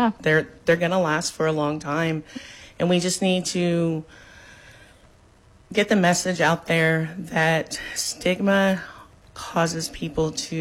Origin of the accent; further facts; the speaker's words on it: Oklahoma, United States; now in Tahlequah, United States; I came from Oklahoma County, and you're just on your own.